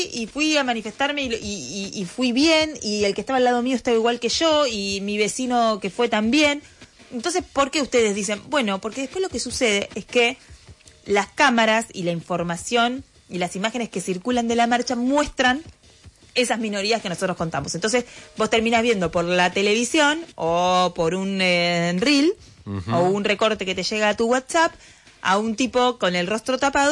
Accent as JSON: {"language": "Spanish", "town": "La Dulce", "region": "Buenos Aires Province", "country": "Argentina", "said": "una persona que está en La Dulce, como en mi pueblo"}